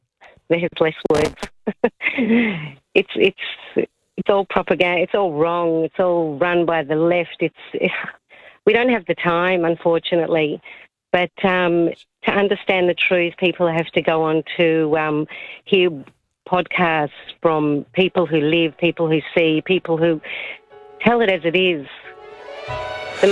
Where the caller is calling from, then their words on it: Tel Aviv, Tel Aviv District, Israel; Yes, I'm actually calling from Tel Aviv in Israel